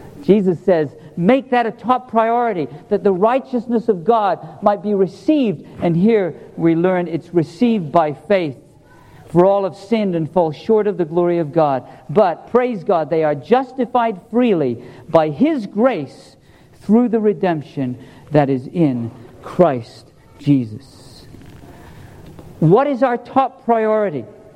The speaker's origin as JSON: {"language": "English", "region": "England", "country": "United Kingdom", "tie": "born or raised there", "said": "See, I grew up in England."}